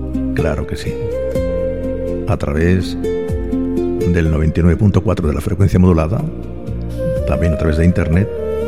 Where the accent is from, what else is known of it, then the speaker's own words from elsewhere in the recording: Cartagena, Region of Murcia, Spain; Gracias desde Cartagena, mi tierra.